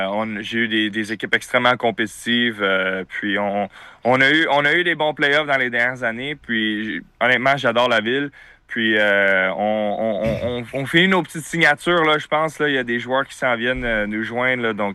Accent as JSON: {"language": "French", "region": "Quebec", "country": "Canada", "said": "mais je suis fier québécois, fier canadien."}